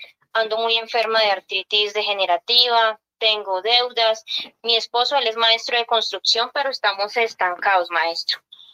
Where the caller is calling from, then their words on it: Cajicá, Cundinamarca, Colombia; Cajicá, Cundinamarca.